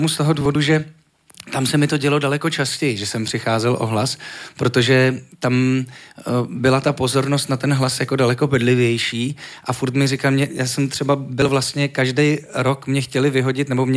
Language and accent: Czech; Třinec, Moravian-Silesian Region, Czechia; A když mi bylo 14-15, byli jsme se projít po Třinci, odkud pocházím, tak maminka mě chytala za ruku před přechodem, abych nevběhl pod auto.